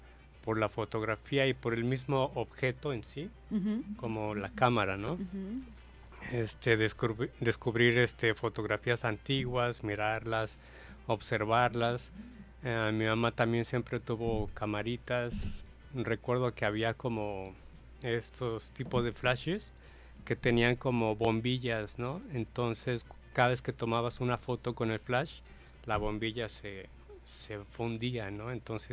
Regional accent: Mexico City, Mexico; born there; Yo nací en la Ciudad de México.

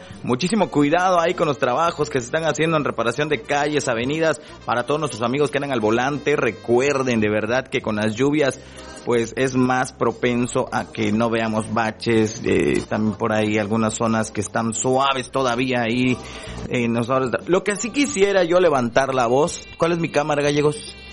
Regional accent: Castamay, Campeche, Mexico; Que yo soy de Castamay, entonces cuando a mí me conviene ya no gasto en combustible para venir para acá.

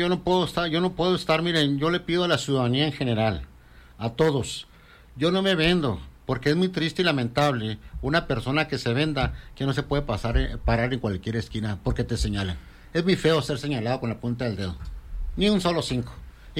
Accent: Chihuahua, Mexico; si todos somos de Chihuahua.

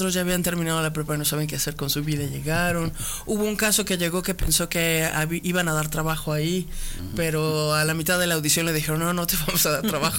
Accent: Aguascalientes, Mexico; soy del barrio del Encino. En esta calle que era de negros en algún momento de la historia de Aguascalientes.

